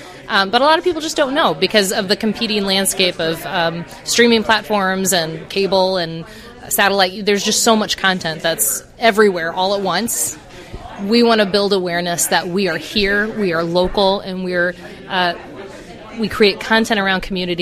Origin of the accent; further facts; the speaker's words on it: Illinois, United States; It makes me so proud of Central Illinois. It makes me so proud of my hometown.